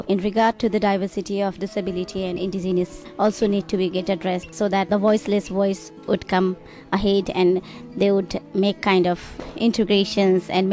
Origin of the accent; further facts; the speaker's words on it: Nepal; I'm from Nepal.